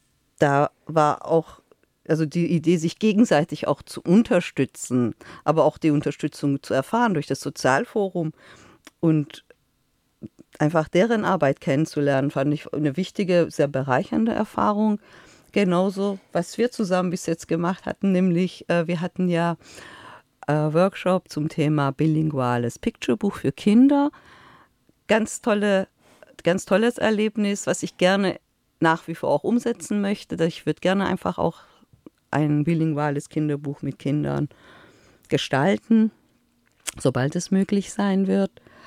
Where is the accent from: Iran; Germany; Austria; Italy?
Iran; Ich komme ja aus dem Orient, ja, aus dem Iran.